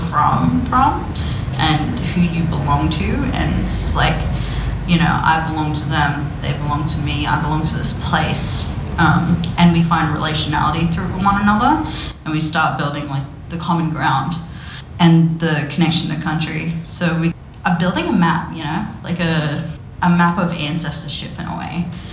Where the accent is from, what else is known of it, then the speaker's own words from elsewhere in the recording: Yarra, Victoria, Australia; And then I say, oh, I'm from Yarra.